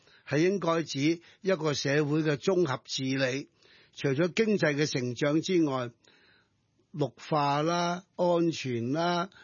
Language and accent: Cantonese; Hong Kong; 我係观察咗呢二十点係作为一个香港人对国家观察嘅一啲嘅微小嘅睇法。